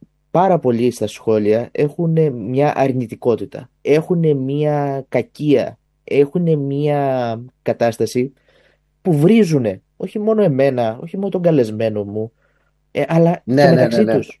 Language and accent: Greek; Greece; η Ελλάδα είναι πάρα πολύ κρίμα να σταματήσει να υπάρχει, όχι επειδή είναι χώρα μου, όχι επειδή είμαι Έλληνας